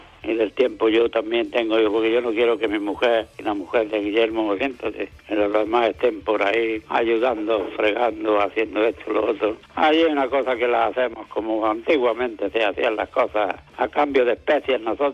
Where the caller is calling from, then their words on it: Almuñécar, Andalusia, Spain; de Almuñécar